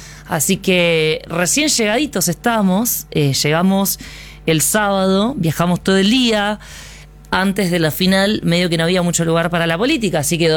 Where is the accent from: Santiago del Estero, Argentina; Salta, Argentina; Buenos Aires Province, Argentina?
Buenos Aires Province, Argentina; nosotros somos de Buenos Aires